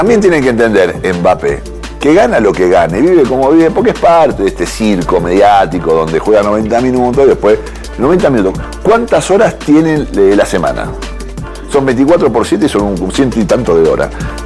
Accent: Argentina; born there; yo que nací en Argentina

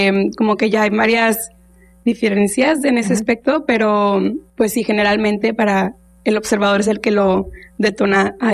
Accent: Monterrey, Nuevo León, Mexico; moved away as an adult; now in New York, United States; No, vivo en Nueva York, pero soy originaria de Monterrey.

